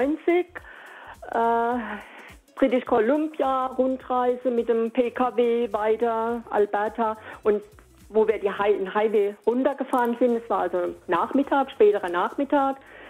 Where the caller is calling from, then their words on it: Kreuzschach, Carinthia, Austria; Ja, hallo, aber ich bin aus Kreuzschach, nicht aus Reifnitz.